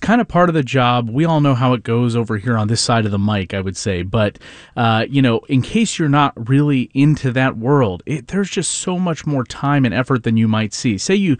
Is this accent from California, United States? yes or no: yes; Fremont, California, United States; I'm from Fremont.